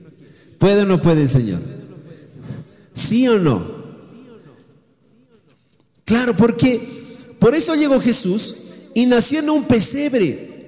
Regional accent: Bolivia; porque somos bolivianos

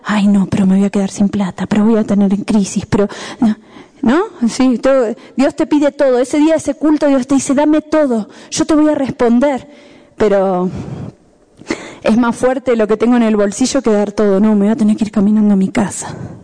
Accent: La Paz, Bolivia; born there; Por más que nací en La Paz, llego de vuelta de un viaje y mi cuerpo se tiene que volver a adaptar, ¿sí o no?

